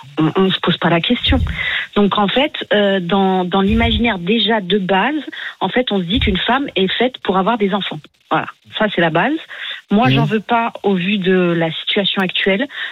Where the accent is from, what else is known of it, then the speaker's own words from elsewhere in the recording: Algeria; alors moi en plus je suis algérienne, donc c'est vrai que on se marie, il faut avoir des enfants, etc.